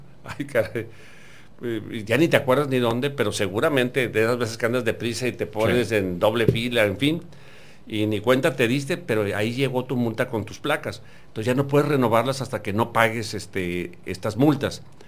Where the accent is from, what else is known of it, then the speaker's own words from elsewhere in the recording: Mexico; y como mexicanos debemos, sí, poner el ejemplo de que somos gente.